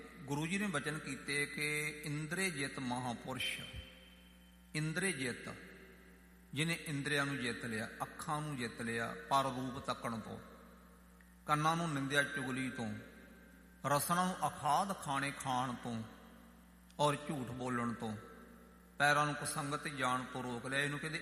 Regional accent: Punjab, India; ਮੇਰਾ ਪਿੰਡ ਤਰਨ ਤਾਰਨ ਸਾਹਿਬ ਬਾਬਾ ਬੁੱਢਾ ਸਾਹਿਬ ਦੀ ਬੀੜ ਦੇ ਨੇੜੇ ਆ

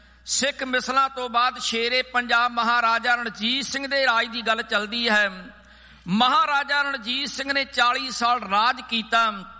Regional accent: Punjab, India

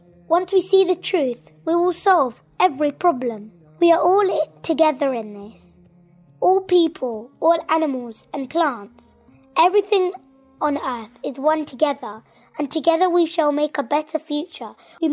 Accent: England, United Kingdom; I am from England and I am 10 years old.

